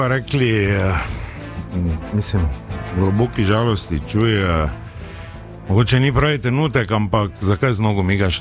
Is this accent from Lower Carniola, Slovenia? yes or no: no; Maribor, Drava, Slovenia; Stanoval sem v Turnerjevi, to je tam koroška gosposvetska, kot vsak pravi Mariborčan, Štajerc.